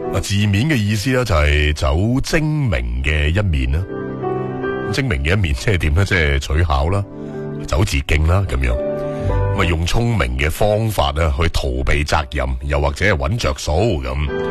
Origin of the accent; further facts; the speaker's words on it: Guangdong, China; 喺我哋广东人粤语里边咧，亦都表示就话唔要嗰样嘢嘅意思